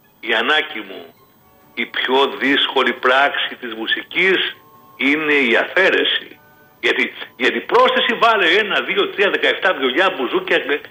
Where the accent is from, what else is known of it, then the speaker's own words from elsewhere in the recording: Central Greece, Greece; moved away; τον Αύγουστο είχα μια συναυλία στην πατρίδα μου και σε ένα χωριό που λέγεται Αγιάννης, που είναι κοντά στο Αλιβέρι